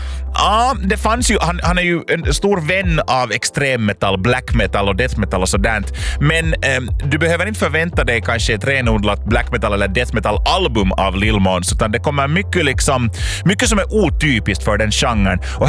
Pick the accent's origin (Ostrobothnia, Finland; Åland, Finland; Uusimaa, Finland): Uusimaa, Finland; Loviisa; från Lovisa, från min hemstad.